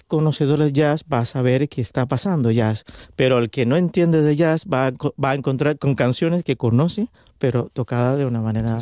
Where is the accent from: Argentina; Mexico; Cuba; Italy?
Cuba; moved away as an adult; now in Spain; Yo nativo soy de Cuba.